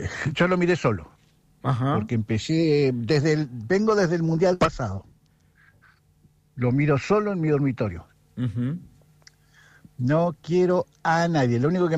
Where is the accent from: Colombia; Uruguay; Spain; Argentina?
Argentina; Nosotros somos Argentina, lo demostramos en todos lados.